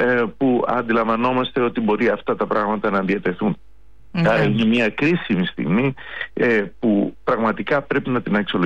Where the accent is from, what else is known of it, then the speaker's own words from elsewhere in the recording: Greece; Δεν έχουμε συνηθίσει ως Έλληνες